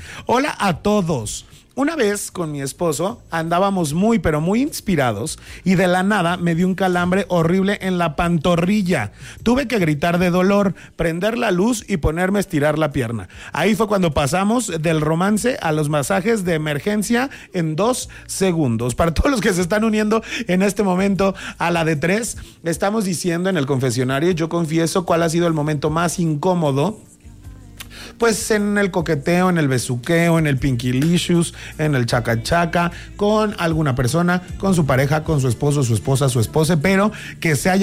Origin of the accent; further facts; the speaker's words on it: Guadalajara, Jalisco, Mexico; now in Querétaro, Mexico; soy niñito tapatío.